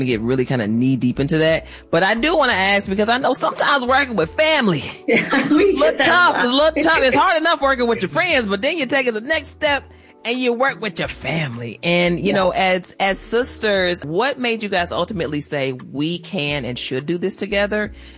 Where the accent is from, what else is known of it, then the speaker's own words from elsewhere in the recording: Chicago, Illinois, United States; especially when they're from my hometown, the Chi.